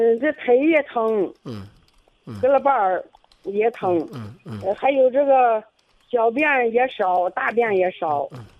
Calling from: Baoding, Hebei, China; 我是保定。满城。

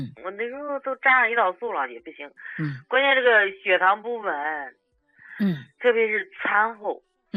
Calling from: Beijing, China; 我是北京的

